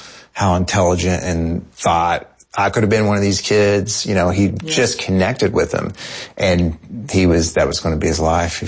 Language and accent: English; Kentucky, United States; because I grew up in Eastern Kentucky. So we had a pretty homogenous school, and everyone was pretty much the same.